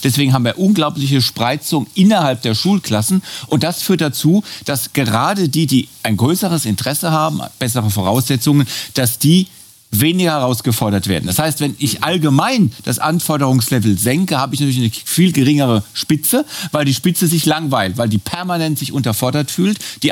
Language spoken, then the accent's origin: German; Ludwigshafen, Rhineland-Palatinate, Germany; Da muss ich jetzt immer wieder das traurige Beispiel meiner Heimat Ludwigshafen denken